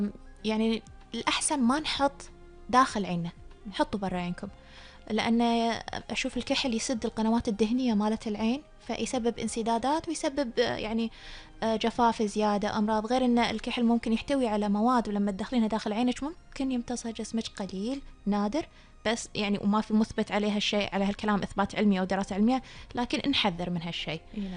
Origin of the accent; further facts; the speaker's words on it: Kuwait; عندنا بالكويت